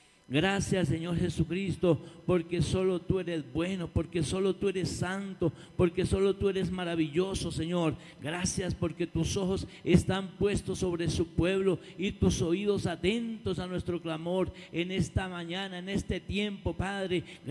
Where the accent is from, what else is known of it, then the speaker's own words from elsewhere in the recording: Colombia; mi país, Colombia